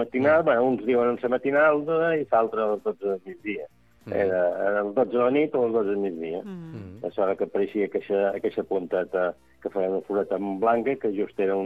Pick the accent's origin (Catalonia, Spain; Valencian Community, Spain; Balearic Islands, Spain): Balearic Islands, Spain; Santa Eulària des Riu; som de Santa Eulària, no som de Sant